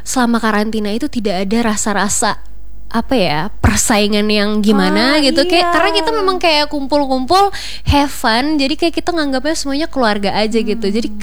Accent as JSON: {"language": "Indonesian", "region": "Central Kalimantan", "country": "Indonesia", "said": "mereka tuh gak paham juga bahasa Dayak yang punya aku, karena mereka Dayak Manyen kan. Aku Dayak Ngaju."}